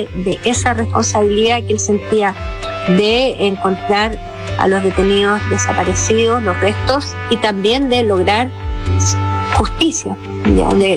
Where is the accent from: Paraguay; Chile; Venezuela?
Chile; nosotros también como chilenos